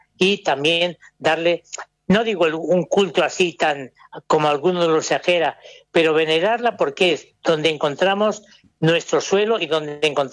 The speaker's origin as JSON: {"language": "Spanish", "town": "Soria", "region": "Castile and León", "country": "Spain", "also_born_or_lived": "Valles Calchaquíes, Argentina", "accent": "Spanish", "moved": "as an adult", "lives_now": "Buenos Aires, Argentina", "said": "Yo vengo de Soria, allá de España, y llevo 56 años en la República Argentina. 4 décadas en el camino del Inca y un poquito más, y ahora llevo como 16 años aquí en Buenos Aires"}